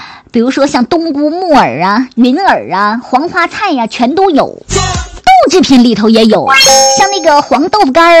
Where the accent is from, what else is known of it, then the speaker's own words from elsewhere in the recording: Hainan, China; 而且咱们海南人啊，初一的时候也是一定要吃它的